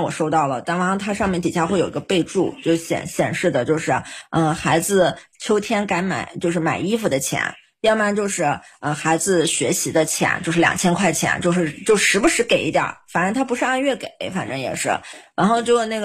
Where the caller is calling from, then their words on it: Xinjiang, China; 我是新疆人